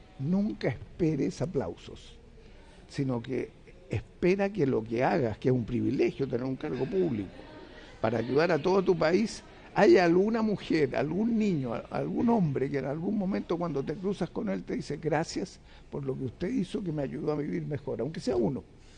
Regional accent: Chile; voy a luchar por la libertad en mi país.

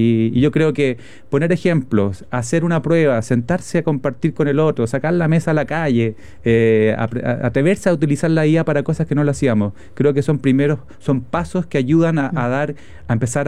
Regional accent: Santiago, Santiago Metropolitan Region, Chile; also born or lived in London / Germany / Brazil

